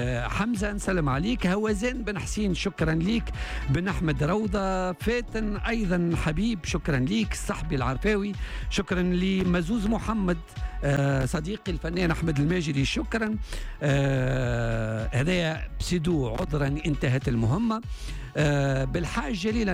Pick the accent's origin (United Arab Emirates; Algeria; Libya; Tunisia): Tunisia; التوانسة ولينا قاسين على بعضنا